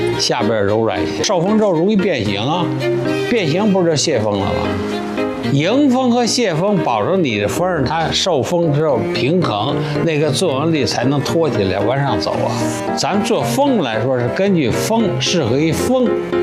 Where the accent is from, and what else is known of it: China